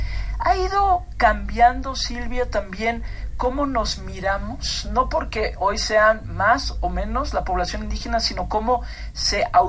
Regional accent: Mexico; ¿Cómo somos los mexicanos?

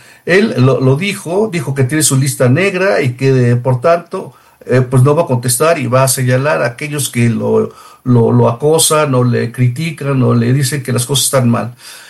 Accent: Oaxaca, Mexico

